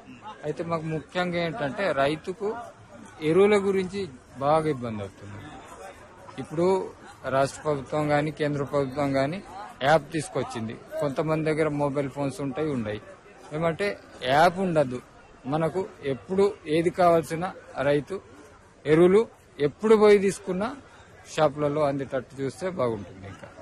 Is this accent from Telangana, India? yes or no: yes; Ankapur, Telangana, India; మాది అంకాపూర్ గ్రామం, ఆదిలాబాద్ రూరల్, జిల్లా ఆదిలాబాద్.